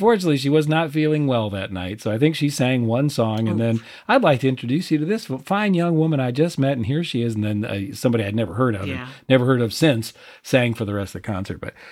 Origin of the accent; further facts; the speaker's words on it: Rock Island, Illinois, United States; I was an Argus kid. I grew up in Rock Island.